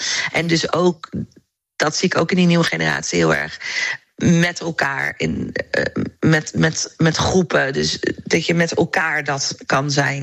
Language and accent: Dutch; Netherlands; Terwijl ik dacht, ik kom toch gewoon uit Nederland. Maar opa en oma kwamen dan ergens anders vandaan.